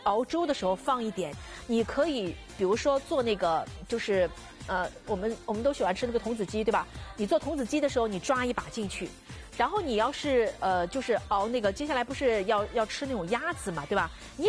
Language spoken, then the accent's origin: Chinese; Jiangxi, China; now in Shanghai, China; 我最早到上海来，因为我是江西人嘛，到上海来的时候，我们老家是没有喝西洋参的习惯的。